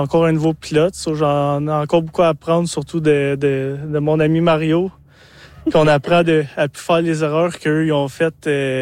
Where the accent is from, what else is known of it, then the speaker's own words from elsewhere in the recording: Gatineau, Quebec, Canada; Dans le fond, moi, quand j'étais jeune, je vivais à Gatineau, puis les montgolfières, ils intéressaient à la ferme de mes grands-parents.